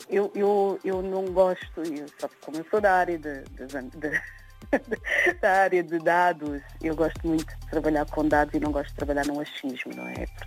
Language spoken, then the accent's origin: Portuguese; Cape Verde; sou de Cabo Verde